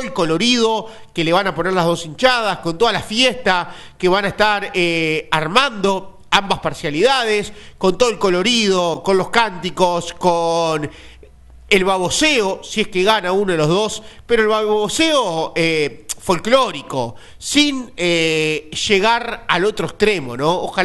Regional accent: Atlántida, Canelones, Uruguay; los que vivimos en esta zona del país desde que somos chiquitos, los que nos criamos acá en Atlántida, en todos los balnearios aledaños a esta parte de nuestro territorio

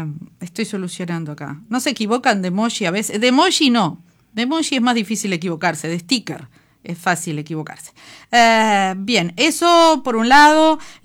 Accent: Uruguay; así somos los uruguayos

